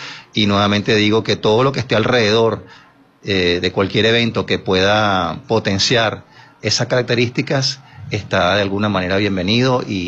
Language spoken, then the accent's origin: Spanish; Venezuela; como venezolano y como industrial.